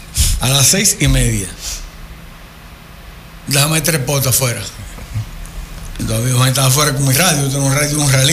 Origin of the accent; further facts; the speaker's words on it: Santo Domingo, Distrito Nacional, Dominican Republic; Pues yo me crié en Villa Francisca. Yo era un tigre de un barrio, pero de una familia acomodada.